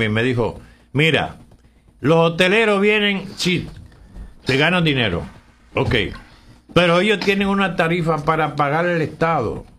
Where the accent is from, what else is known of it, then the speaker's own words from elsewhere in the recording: Dominican Republic; Yo soy dominicano.